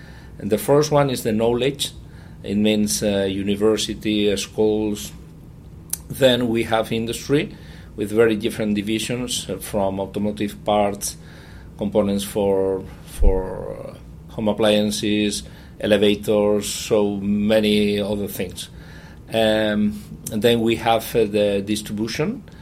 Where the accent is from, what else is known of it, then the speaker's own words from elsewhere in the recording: Bilbao, Basque Country, Spain; but I grew up in Bilbao.